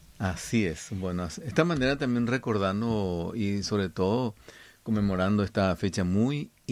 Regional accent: Paraguay; nosotros podemos precisamente seguir siendo paraguayos.

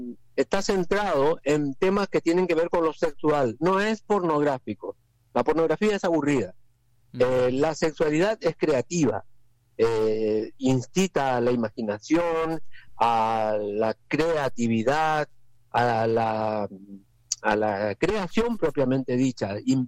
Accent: Corrientes, Argentina; now in Buenos Aires, Argentina; yo, que soy correntino, pero también vivo en Buenos Aires.

